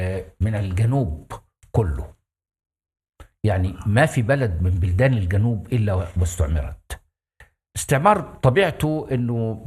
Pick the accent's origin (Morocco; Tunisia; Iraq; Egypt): Egypt; now in Cairo, Egypt; انا واحد من الريف اسكن في مصر لي 40 سنه او اكثر، اسكن في القاهره.